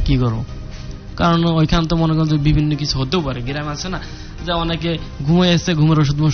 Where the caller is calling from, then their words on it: Magura, Khulna Division, Bangladesh; আমার বাড়ি মাগুরা